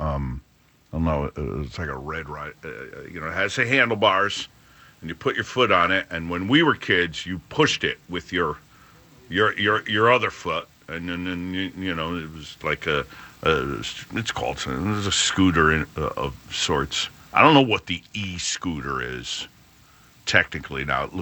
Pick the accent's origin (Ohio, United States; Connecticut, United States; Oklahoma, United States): Connecticut, United States; Morris Cove; I grew up in Morris Cove. We had sidewalks.